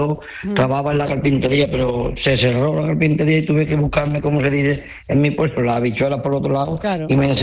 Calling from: Casariche, Andalusia, Spain; Yo vivo en Casariche.

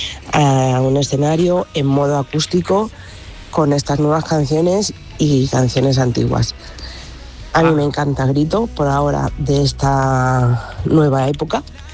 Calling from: Madrid, Community of Madrid, Spain; de Madrid

